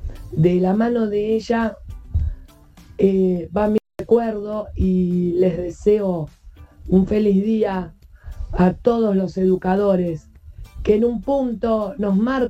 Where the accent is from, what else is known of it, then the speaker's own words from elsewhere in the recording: Buenos Aires, Argentina; now in Lomas del Mirador, Argentina; cuando era chica nací, crecí y me eduqué en Floresta, en mi querido Floresta